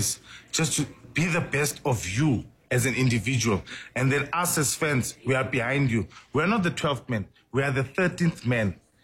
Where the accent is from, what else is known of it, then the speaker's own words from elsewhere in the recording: Orlando West, Gauteng, South Africa; My father is Tsonga, mm-hmm. and I grew up in Orlando West. Then we moved to Annadel, and I've got a Tswana wife, a beautiful Tswana wife.